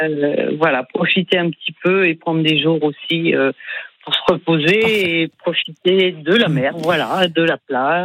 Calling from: La Celle-Saint-Cloud, Île-de-France, France; J'habite à la Salle Saint-Cloud, dans les Yvelines.

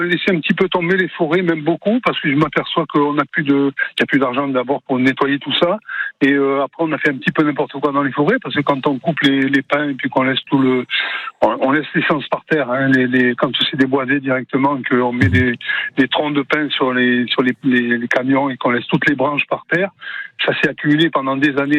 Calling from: Bégadan, Nouvelle-Aquitaine, France; Oui, j'habite à Bégadan.

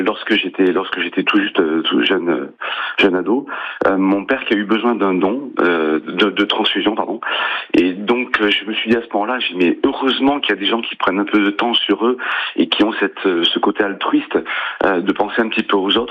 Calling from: Perpignan, Occitanie, France; De Perpignan, je suis de Perpignan.

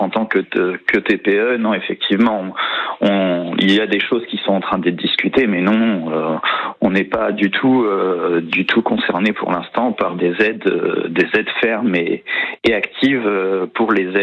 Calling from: Le Mans, Pays de la Loire, France; j'habite au Mans effectivement, à côté de l'avenue Olivier-Heuzé, justement à côté de la Roquette

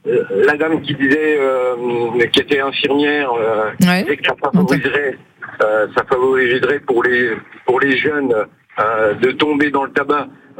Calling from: Brouvelieures, Grand Est, France; je suis de Brouvelieure, moi, dans les Vosges, pas loin de Bruyères

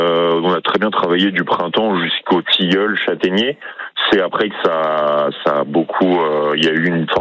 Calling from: Normandy, France

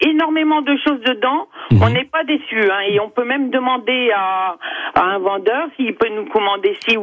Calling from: Soissons, Hauts-de-France, France

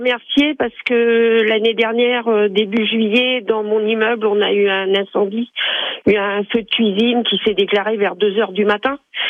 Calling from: Tours, Centre-Val de Loire, France; je suis à Tours Sud. Et c'est un immeuble de 6 étages avec 4 appartements par étage.

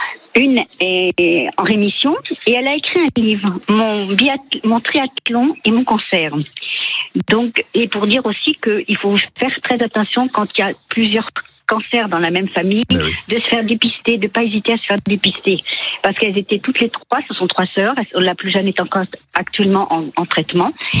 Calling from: Orléans, Centre-Val de Loire, France; je suis sur Orléans

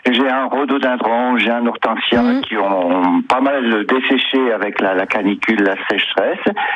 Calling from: Offemont, Bourgogne-Franche-Comté, France; Je vous appelle d'Offpont.

